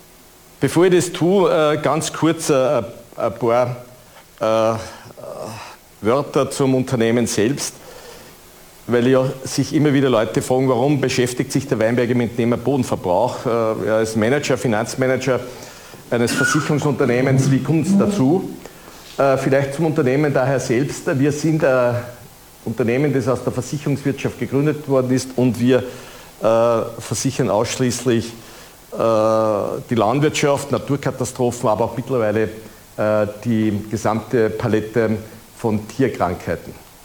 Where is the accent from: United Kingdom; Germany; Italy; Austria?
Austria; Edt bei Lambach, Upper Austria; ich selbst bin Oberösterreicher, komme aus Ed bei Lambach, von einem landwirtschaftlichen Betrieb, mit vier Geschwistern aufgewachsen, viel in der Natur verbracht.